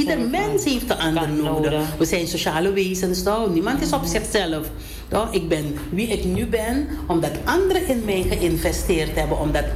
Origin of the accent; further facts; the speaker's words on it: Paramaribo, Suriname; born there; ik heb als kind gezeten op de Op een EBG-school. EBG-school, dat is HPG Latour School 1. Mm-hmm. Aan de Sapakara-straat, dat is mijn basisschool geweest.